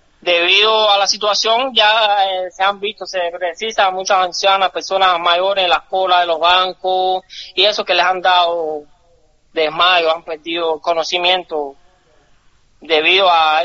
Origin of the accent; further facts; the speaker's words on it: Cuba; A veces entre nosotros los cubanos nos decimos